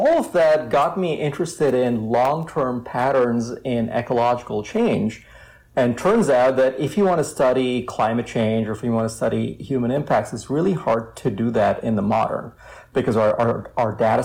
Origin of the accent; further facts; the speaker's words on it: Mumbai, Maharashtra, India; moved away as an adult; now in United States; So I grew up in Bombay, which is a city of about 20 million people. Not a lot of nature, not a lot of wild elephants.